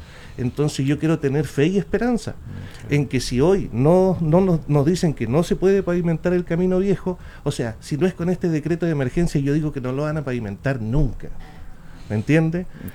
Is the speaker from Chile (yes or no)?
yes; Puerto Aysén, Aysén, Chile; veo mi pueblo y ni siquiera me pavimentan el camino viejo como un saludo al histórico camino que inauguró Puerto Aysén